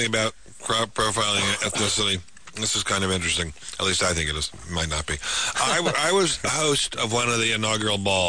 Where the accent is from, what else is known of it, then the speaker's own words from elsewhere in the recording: Washington, District of Columbia, United States; When I was a child growing up in Washington, D.C., not Mississippi, not Alabama, Washington, D.C.